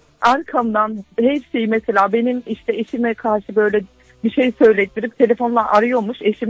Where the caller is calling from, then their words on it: Antalya, Turkey; Antalya'dan arıyorum.